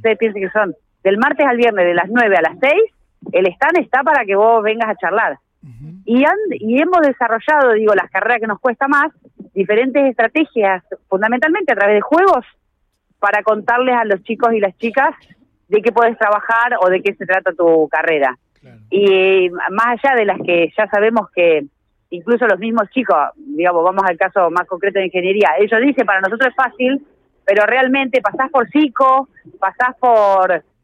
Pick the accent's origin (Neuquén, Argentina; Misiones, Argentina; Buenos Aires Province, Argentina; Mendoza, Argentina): Buenos Aires Province, Argentina; Necochea; moved away as an adult; yo, que soy de Necochea